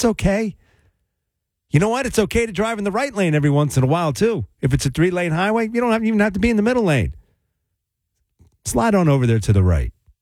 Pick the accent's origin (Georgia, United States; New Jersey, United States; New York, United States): New Jersey, United States; also born or lived in Willingboro, New Jersey / Jackson, New Jersey; Born and raised in New Jersey, lived in Willingboro and Jackson, and now over here in Ewing. Jersey attitude.